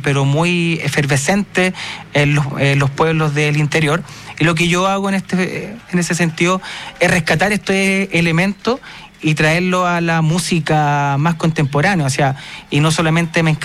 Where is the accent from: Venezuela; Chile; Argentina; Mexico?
Chile; Iquique, Tarapacá; now in Santiago, Chile; Antes, cuando yo estaba en Iquique, conectaba con estas fiestas, me preparaba para ir a estas fiestas. Uh-huh. Ahora que estoy acá en Santiago